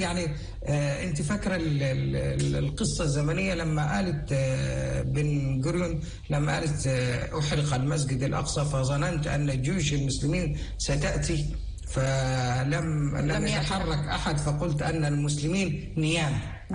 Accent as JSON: {"language": "Arabic", "country": "Egypt", "said": "نتأثر به كمصريين"}